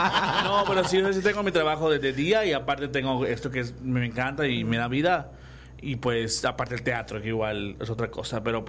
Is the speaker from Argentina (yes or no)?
no; Mérida, Yucatán, Mexico; nosotros somos de Mérida